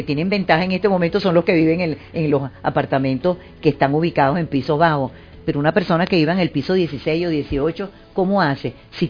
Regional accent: Venezuela; Todos somos Venezuela

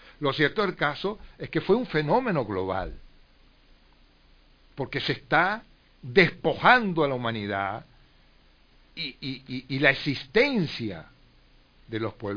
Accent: Venezuela; born there; yo nací en Venezuela

